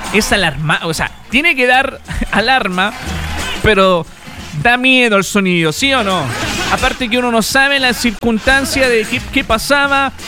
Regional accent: Chile; lo porfiado que somos los chilenos

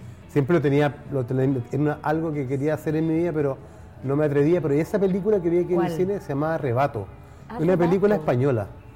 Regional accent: Viña del Mar, Valparaíso, Chile; also born or lived in Santiago; por eso nací en Santiago. Pero yo soy de Viña, crecí aquí en Viña, el sector poniente, en uno poniente, cuando no estaba tan nublado como está en estos tiempos, antes había mucho sol, vivía cerca de la playa. De una familia de marinos, de muchos marinos

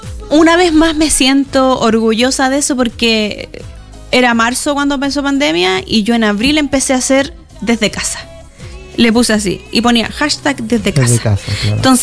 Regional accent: La Pintana, Santiago Metropolitan Region, Chile; sabiendo de dónde nací, que me crié en la comuna de La Pintana, amo mi comuna, me preguntan de dónde soy, yo soy de La Pintana.

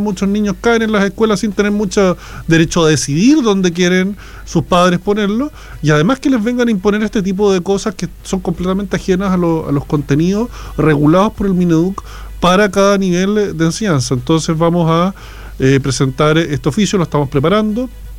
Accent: Chile; es una fecha que nos divide como chilenos

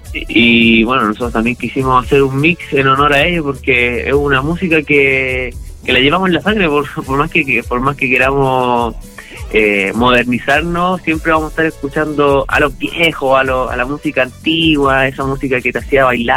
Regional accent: Valparaíso, Chile; Somos oriundos de la zona centro. Ya, Somos directamente de Valparaíso y Viña del Mar.

